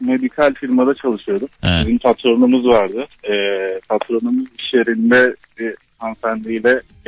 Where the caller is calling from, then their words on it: Antalya, Turkey; Antalya'dan arıyorum ben.